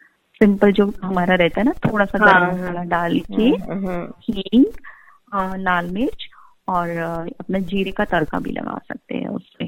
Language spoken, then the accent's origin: Hindi; Rajasthan, India